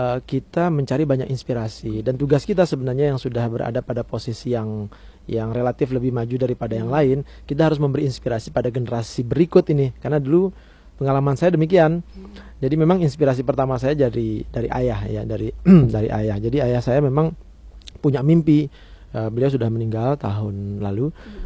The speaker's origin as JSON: {"language": "Indonesian", "area": "Sumbawa Island", "region": "West Nusa Tenggara", "country": "Indonesia", "tie": "born or raised there", "also_born_or_lived": "Java", "moved": "as an adult", "lives_now": "Maluku, Indonesia", "said": "saya aslinya bukan dari Jawa tetapi dari Pulau Sumbawa, Nusa Tenggara Barat."}